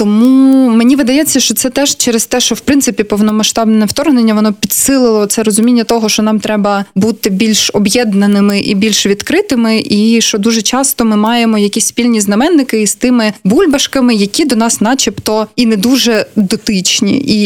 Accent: Kharkiv, Kharkiv Oblast, Ukraine; І тут уже люди дивуються, що я з Харкова.

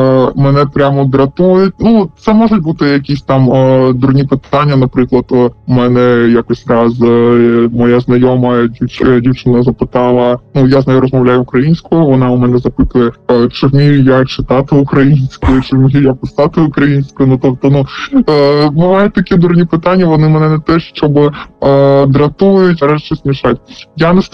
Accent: Donetsk Oblast, Ukraine; moved away; я приїхала саме з Донеччини, зі староокупованої території

